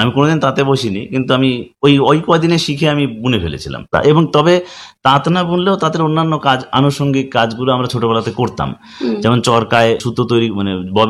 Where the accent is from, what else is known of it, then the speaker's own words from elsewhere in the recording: Phulia, West Bengal, India; আমার বাড়ি হচ্ছে নদিয়া জেলার শান্তিপুর থানার অন্তর্গত ফুলিয়া গ্রামে।